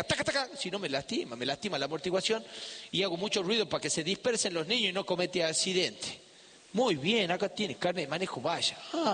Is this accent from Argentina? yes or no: yes; Famaillá, Tucumán, Argentina; igual me dieron el carnet de manejo en la dirección de tránsito de la municipalidad de Famaillá, en mi pueblo natal